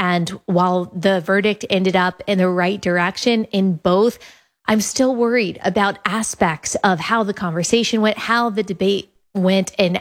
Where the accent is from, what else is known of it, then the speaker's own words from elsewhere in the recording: Dallas, Texas, United States; born and raised in Dallas, Texas